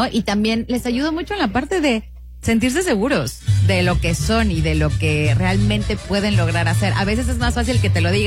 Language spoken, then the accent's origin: Spanish; Mexico; moved away; somos mexicanos